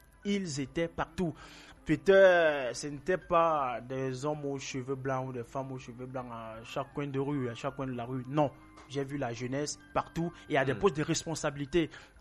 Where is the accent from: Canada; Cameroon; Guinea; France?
Cameroon; chez nous au Cameroun